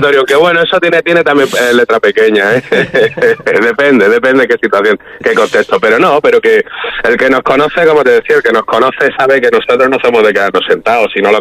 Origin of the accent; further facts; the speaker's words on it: Melilla, Spain; que somos de Melilla. Al final somos una banda melillense y a mucho orgullo